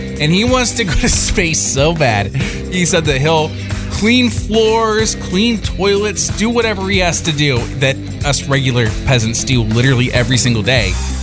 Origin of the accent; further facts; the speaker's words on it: South Dakota, United States; I grew up in South Dakota. I feel like I've gotten the Mars experience.